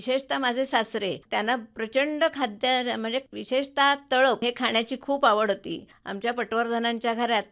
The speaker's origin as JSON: {"language": "Marathi", "region": "Maharashtra", "country": "India", "tie": "born or raised there", "said": "माझं माहेर अगदी खेडेगाव, राजापूर तालुक्यात पांगरं म्हणू गाव आहे, तिथे मी जन्मलेली।"}